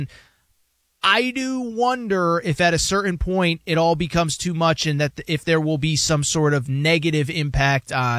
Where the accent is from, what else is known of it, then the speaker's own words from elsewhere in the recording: West Hartford, Connecticut, United States; He was in my hometown too. Of West Hartford not too long ago.